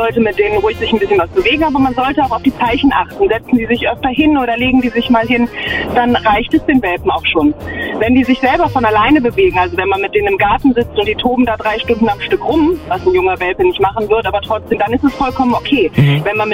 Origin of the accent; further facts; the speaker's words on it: Rhineland-Palatinate, Germany; Ich komme aus der Vulkaneifel.